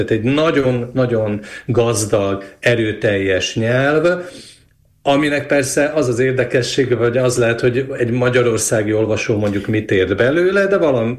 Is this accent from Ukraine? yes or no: no; Palóc region, Slovakia; szlovákiai magyarként, tehát mint Palóc vidékről származó...